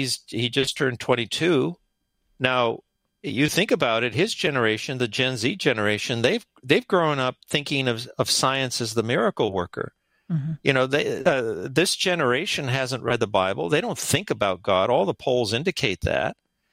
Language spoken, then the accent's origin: English; Los Angeles, California, United States; born there; I was born in East Los Angeles on the wrong side of the tracks, which meant that I had never met a scientist in my life.